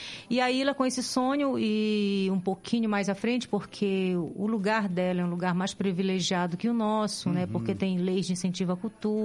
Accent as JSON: {"language": "Portuguese", "region": "Amapá", "country": "Brazil", "said": "A gente vem trazendo o nosso sotaque de cada lugar, né? Eu venho trazendo da minha Amazônia, que é o Amapá."}